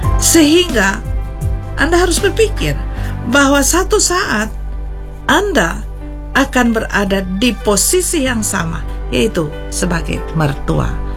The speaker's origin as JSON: {"language": "Indonesian", "country": "Indonesia", "said": "Kami orang Indonesia, kami orang Asia"}